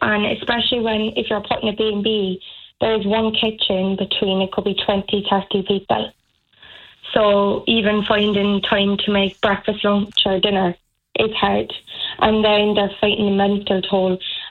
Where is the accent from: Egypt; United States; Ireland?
Ireland; Carrigaline, Munster; actually argue with the council for a very long time to get the property I'm in now, in Carrigaline, in my hometown.